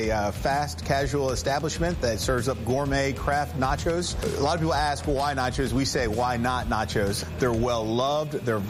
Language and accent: English; Alvin, Texas, United States; I grew up in Alvin, and Alvin, they're known for Nolan Ryan, Nolan Ryan's beef.